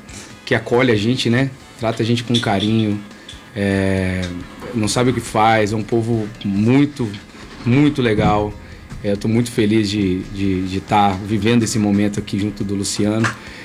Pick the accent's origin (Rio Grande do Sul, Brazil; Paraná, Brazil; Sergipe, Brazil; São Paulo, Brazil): São Paulo, Brazil; São José dos Campos; Eu sou de São José dos Campos, uhum. 80 quilômetros de São Paulo, interior de São Paulo.